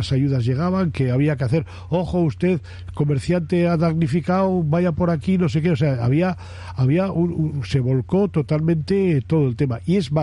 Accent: Bilbao, Basque Country, Spain; yo soy nacido en Carnicería Vieja, como te he dicho antes, y yo nunca me he planteado irme de vivir del casco viejo. Y he cambiado 5 veces de casa, pero no me planteo.

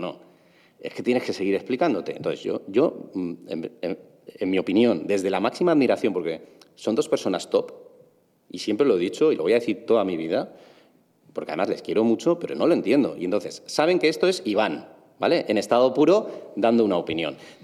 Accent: San Sebastián, Basque Country, Spain; born there; desde que yo nací en Donosti

